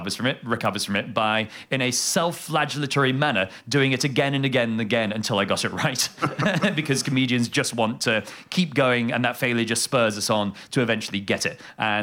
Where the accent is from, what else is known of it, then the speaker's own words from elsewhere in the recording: London, United Kingdom; moved away as an adult; now in Edinburgh, United Kingdom; I am from London, but now I live here.